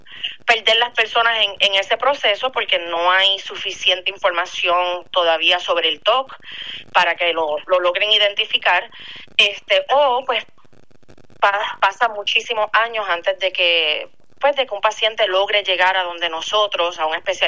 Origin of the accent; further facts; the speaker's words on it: Puerto Rico; now in Florida, United States; para mí creciendo en Puerto Rico y en Latinoamérica